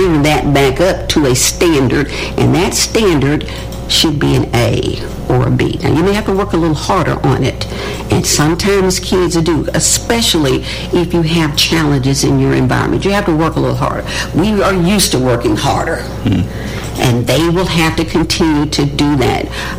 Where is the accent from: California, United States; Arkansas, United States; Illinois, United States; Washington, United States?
Arkansas, United States; Forrest City; Yes, and I grew up in Far East City.